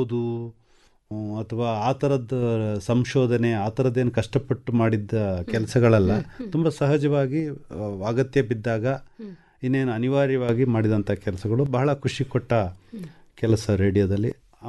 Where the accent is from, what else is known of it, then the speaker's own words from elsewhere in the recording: Koyanadu, Karnataka, India; ನಮ್ಮೂರಿಂದ school ಸ್ವಲ್ಪ ಒಂದು ಕೊಯನಾಡು ಅನ್ನೋ ಊರು ಕೊಡಗಲ್ಲಿ